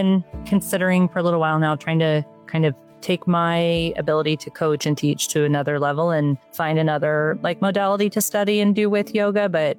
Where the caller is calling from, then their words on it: Denver, Colorado, United States; Denver, Colorado.